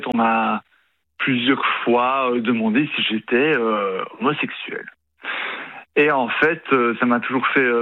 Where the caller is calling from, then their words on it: Belgium; Oui, je viens de Belgique.